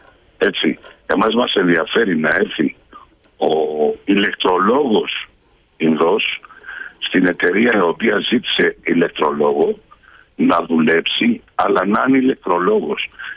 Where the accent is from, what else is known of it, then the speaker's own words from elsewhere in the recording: Greece; εμείς σαν Έλληνες